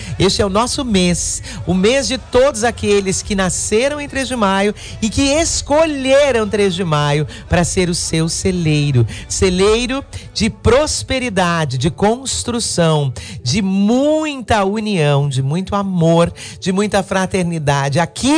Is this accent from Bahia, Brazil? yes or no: no; Três de Maio, Rio Grande do Sul, Brazil; moved away; Minha terra natal, a terra que eu amo há 71 anos.